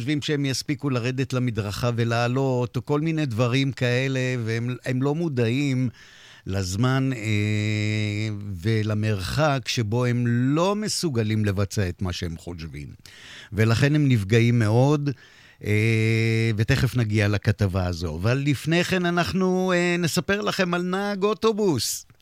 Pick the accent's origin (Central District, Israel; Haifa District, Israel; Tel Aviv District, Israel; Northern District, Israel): Tel Aviv District, Israel; Bat Yam; אני מכיר את הרחוב הזה טוב מאוד, גדלתי שם כחלק מהחברים שלי שם.